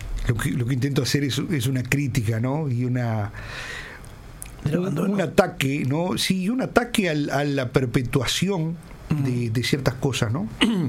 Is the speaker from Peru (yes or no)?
no; San Gregorio de Polanco, Tacuarembó, Uruguay; born there; mi San Gregorio de Polanco, en mi pueblo.